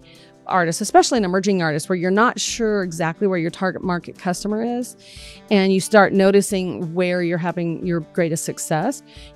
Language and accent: English; Idaho, United States; I was born and raised in Idaho, and I am an expressionistic painter.